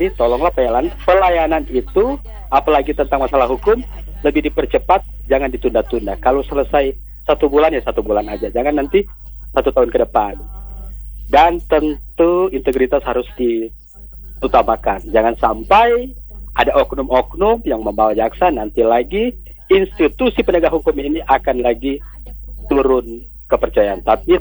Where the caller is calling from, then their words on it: Manado, North Sulawesi, Indonesia; Itu saja dari saya, dari Manado, Sulawesi Utara.